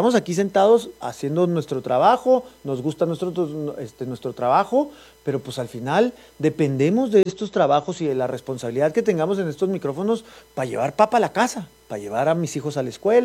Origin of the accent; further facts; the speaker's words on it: Chihuahua, Mexico; A ver, él es de Coahuila, yo soy de Chihuahua.